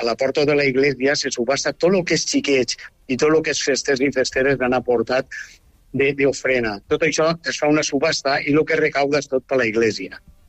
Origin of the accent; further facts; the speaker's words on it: Llutxent, Valencian Community, Spain; jo sóc de l'Ucent al costat de Quatretonda.